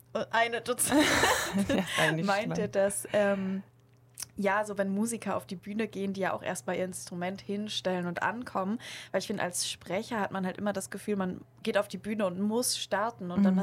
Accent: Lower Saxony, Germany; Ich komme ja auch aus der Nähe von Oldenburg.

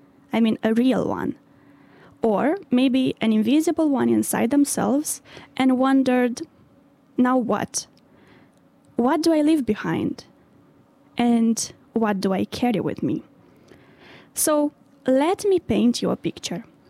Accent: Moldova; I'm from the Republic of Moldova, a small country that was part of the Soviet Union, a country where my grandparents grew up believing that Lenin and Stalin were almost like family

